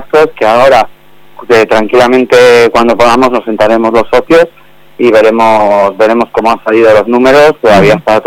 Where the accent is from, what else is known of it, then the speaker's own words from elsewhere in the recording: Madrid, Community of Madrid, Spain; moved away as an adult; also born or lived in Málaga; now in Amurrio, Spain; Nací en Málaga, me crié sí, en Madrid